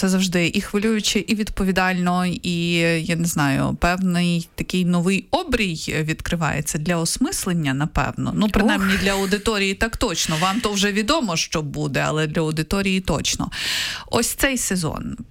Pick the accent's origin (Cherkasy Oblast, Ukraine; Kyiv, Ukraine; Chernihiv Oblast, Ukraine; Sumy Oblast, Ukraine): Kyiv, Ukraine